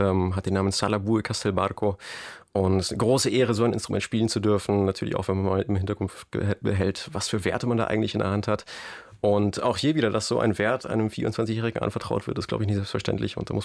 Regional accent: Bavaria, Germany; Als Bayer ist man dann natürlich ein bisschen automatischer naturgebunden mit den Alpen vor der Haustür.

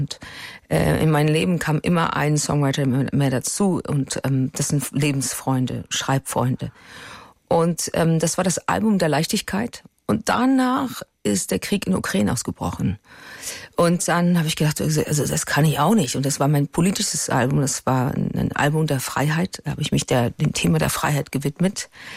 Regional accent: Berlin, Germany; born there; Ich bin in Berlin geboren.

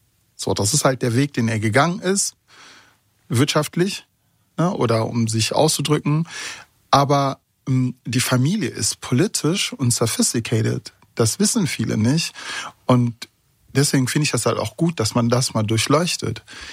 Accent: Bonn, North Rhine-Westphalia, Germany; was mich A als Bonner, B als Freund und C als Gleichgesinnter hinsichtlich der Haltung dann halt auch irgendwo stolz gemacht hat

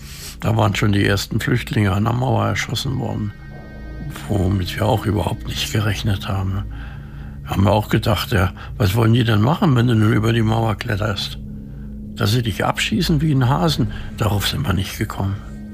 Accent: Berlin, Germany; born or raised there

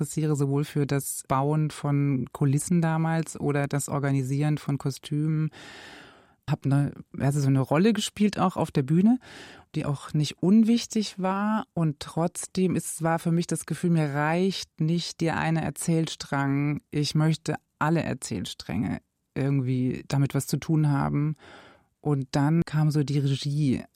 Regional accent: Eckernförde, Schleswig-Holstein, Germany; moved away; also born or lived in Offenburg, Baden-Württemberg / Kiel; Ich bin geboren in Baden-Württemberg in Offenburg und habe da aber nicht so eine lange Zeit verbracht und bin dann, prägend war für mich die Zeit in Schleswig-Holstein, in Eckernförde. Bin ich zur Schule gegangen und habe Abitur gemacht und war nach dem Abi noch eine Zeit lang dort und dann war ich ein bisschen in Kiel

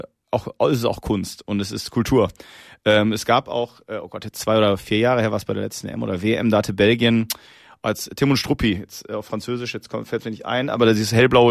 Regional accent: North Rhine-Westphalia, Germany; ich komme aus der Nähe von Duisburg

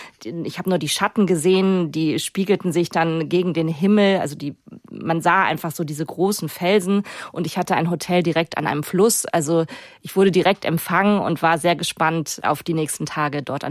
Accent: Germany; Ja, aus Deutschland.

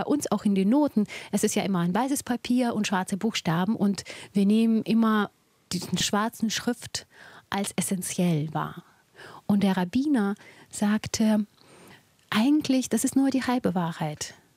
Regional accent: Ukraine; moved away as an adult; now in Germany; Ich bin in der Ukraine geborene Judin und bin mit 19 nach Deutschland gekommen. Und das alles ist ganz spannend, weil ich in der Ukraine eine Judin war. Hier in Deutschland war ich lange Zeit eine Ukrainerin

